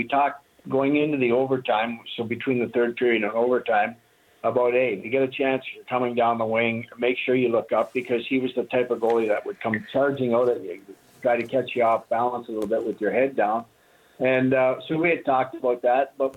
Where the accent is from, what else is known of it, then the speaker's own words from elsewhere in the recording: Canada; those are all fond memories of being a Canadian